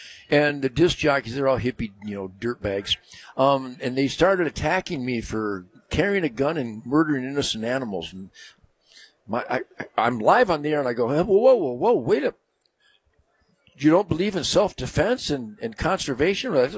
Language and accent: English; Detroit, Michigan, United States; I'm from Detroit.